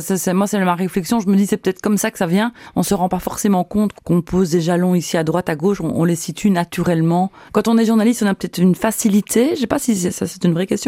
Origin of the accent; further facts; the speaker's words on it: Liège, Wallonia, Belgium; pas uniquement parce qu'on est liégeois.